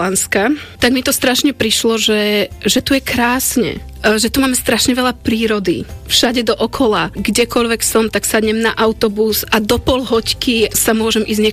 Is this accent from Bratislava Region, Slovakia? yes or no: yes; Bratislava, Bratislava Region, Slovakia; pochádzam z Bratislavy, narodila som sa Bratislava 1, rovno na Zochovej nemocnici.